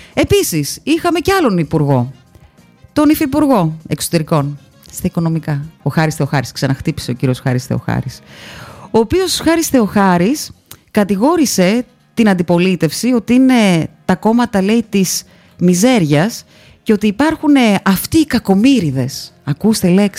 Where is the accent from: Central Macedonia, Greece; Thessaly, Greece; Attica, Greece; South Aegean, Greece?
Thessaly, Greece; Karditsa; από τα μέρη μου, από την Καρδίτσα